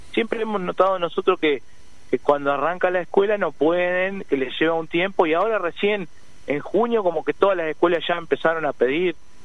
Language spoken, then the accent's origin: Spanish; Paso Antolín, Uruguay; yo soy de Antolín